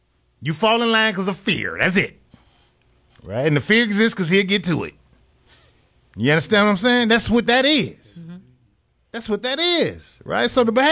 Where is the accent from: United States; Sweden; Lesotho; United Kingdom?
United States; Chicago, Illinois; I'm from Burnside. I grew up in that area.